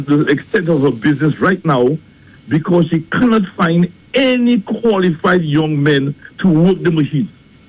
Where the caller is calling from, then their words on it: Martinique; I came back to Martinique. I'm calling you from Martinique.